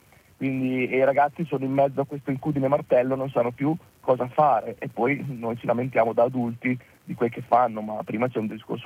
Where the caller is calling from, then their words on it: Bologna, Emilia-Romagna, Italy; io sono di Bologna.